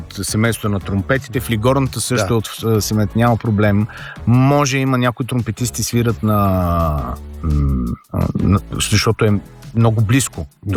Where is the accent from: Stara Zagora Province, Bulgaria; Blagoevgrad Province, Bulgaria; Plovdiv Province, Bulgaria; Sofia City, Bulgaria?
Plovdiv Province, Bulgaria; Plovdiv; born there; аз съм роден в Пловдив